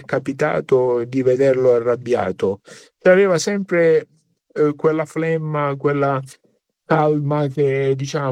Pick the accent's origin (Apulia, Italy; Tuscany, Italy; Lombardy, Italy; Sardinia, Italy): Apulia, Italy; Terlizzi; fanno così al mio paese, quando passa la Madonna del Rosario nelle stradine